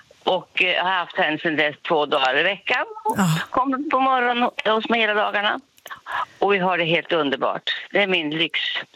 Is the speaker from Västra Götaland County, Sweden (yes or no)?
yes; Hunnebostrand, Västra Götaland County, Sweden; now in Nora, Sweden; Jag kom långt ifrån. Jag var från Hunnebostrand. Och så kom jag hit upp och var ensam.